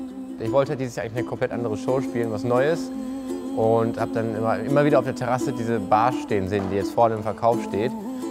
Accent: Essen, North Rhine-Westphalia, Germany; ich bin 21 Jahre alt, gebürtig aus Essen.

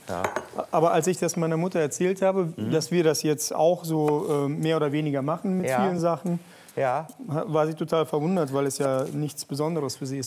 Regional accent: Kazakhstan; moved away; Wir hatten in Kasachstan

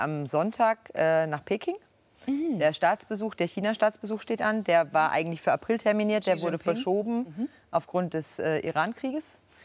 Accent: Baden-Württemberg, Germany; born there; moved away as an adult; also born or lived in Dortmund, North Rhine-Westphalia; ich bin genau in Baden-Württemberg geboren. Ich bin zum Studium nach NRW gekommen

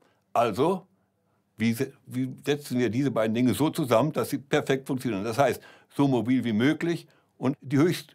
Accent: Brazil; Ich bin in Brasilien aufgewachsen und mein Vater aber war inzwischen wieder in Deutschland.

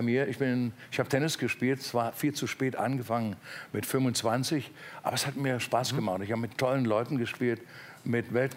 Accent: Pforzheim, Baden-Württemberg, Germany; Wir waren so die Platzhirsche bei uns in Pforzheim, so in der Gegend und so weiter.

